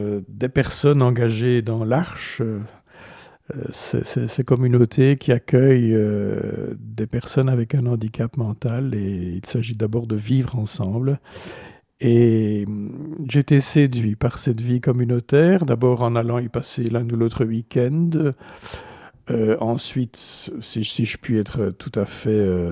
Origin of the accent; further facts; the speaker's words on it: Antwerp, Flanders, Belgium; Mais de fait, après mon service militaire, je suis resté dans ma ville natale et.